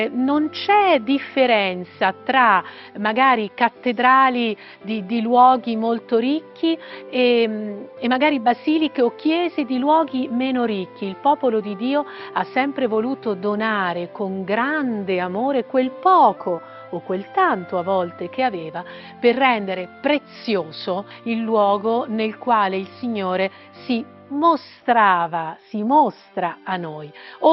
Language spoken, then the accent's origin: Italian; Umbria, Italy; Nella mia terra umbra non posso non ricordare l'infiorata di Spello, ma davvero questa è una bellissima tradizione.